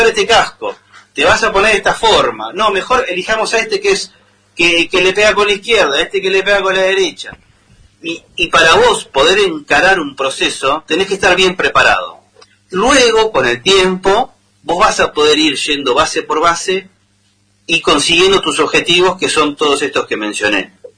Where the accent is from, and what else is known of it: Argentina